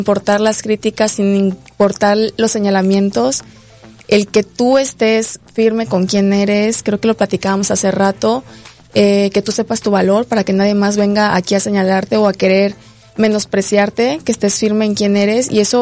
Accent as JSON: {"language": "Spanish", "region": "Chiapas", "country": "Mexico", "said": "Yo soy chiapaneca y conozco perfectamente de todos los problemas que se viven día a día acá."}